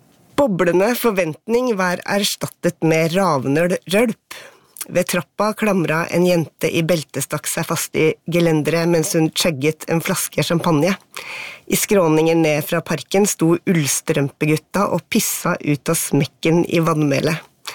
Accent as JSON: {"language": "Norwegian", "region": "Buskerud", "country": "Norway", "tie": "born or raised there", "said": "Jeg født og oppvokst I Hallingdal."}